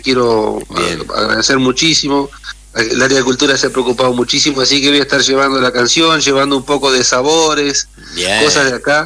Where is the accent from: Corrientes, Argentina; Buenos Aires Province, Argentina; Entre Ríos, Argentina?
Entre Ríos, Argentina; Victoria; born or raised there